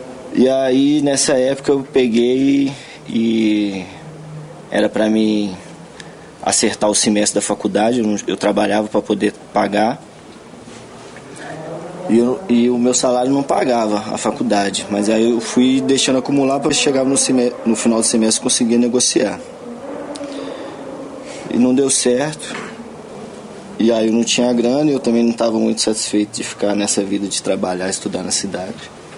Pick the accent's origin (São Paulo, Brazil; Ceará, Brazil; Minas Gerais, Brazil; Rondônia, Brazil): Minas Gerais, Brazil; Belo Horizonte; moved away as an adult; also born or lived in Javari Valley, Amazonas; tenho 35 anos. Sou nascido em Belo Horizonte. Me criei na região do Barreiro, no Tirol.